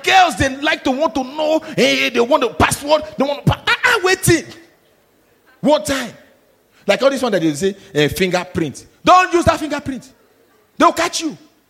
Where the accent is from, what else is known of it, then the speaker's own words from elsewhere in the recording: Nigeria; I'm Nigerian.